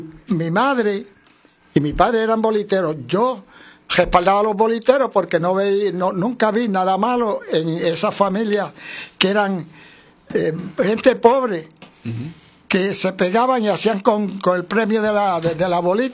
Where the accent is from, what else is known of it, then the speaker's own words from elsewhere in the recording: Aguada, Puerto Rico; pero yo soy nacido y criado en Aguada